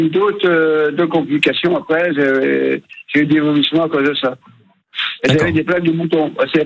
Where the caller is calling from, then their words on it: Nouvelle-Aquitaine, France; Moi, de Moutier chez Bohème.